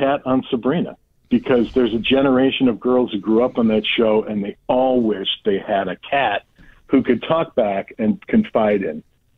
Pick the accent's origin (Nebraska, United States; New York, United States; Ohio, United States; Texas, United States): New York, United States; Buffalo; I'm a man of the people. I'm from Buffalo. What do you expect?